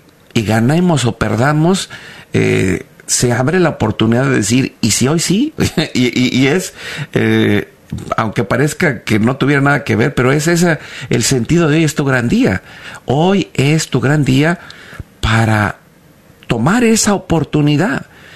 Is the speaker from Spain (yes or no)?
no; Mexico; Y quiero decirlo, somos mexicanos. Nos reímos de todo, hasta de la muerte.